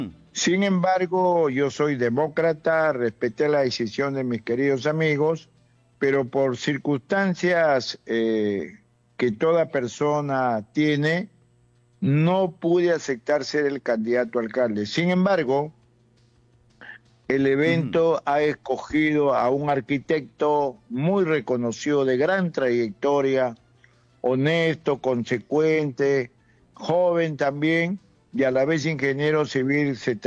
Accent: Monsefú, Lambayeque, Peru; yo que vivo en mi pueblo de Monsebú, visítelo, mil colores

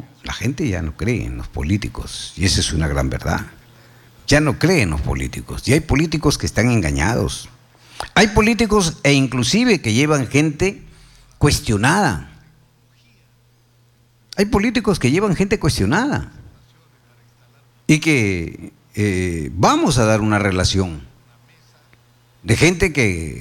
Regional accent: Peru; somos partícipes, parte de este Perú

